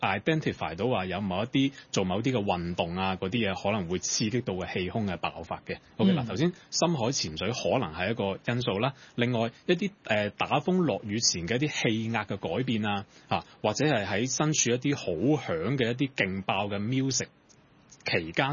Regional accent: Guangdong, China; 其實只係我哋廣東人將佢講得特別盞鬼啲啊咁樣啫

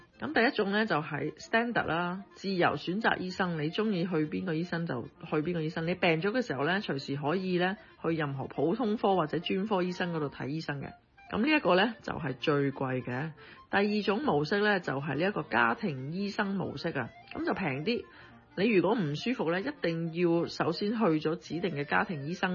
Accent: Hong Kong; 我哋香港人

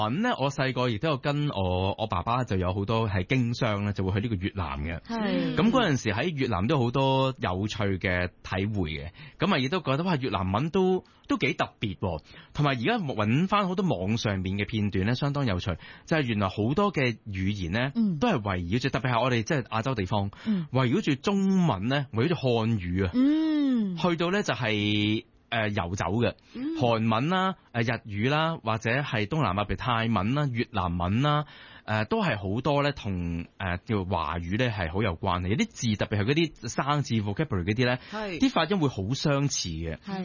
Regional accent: Singapore; 我以前细个喺新加坡嗰度咧，其实我都系讲新加坡嘅福建话多啲嘅。

